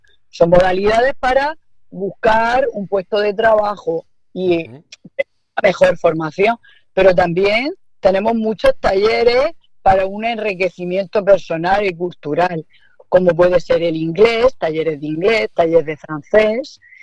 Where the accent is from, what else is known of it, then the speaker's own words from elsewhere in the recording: Librilla, Region of Murcia, Spain; Librilla es mi pueblo de nacimiento.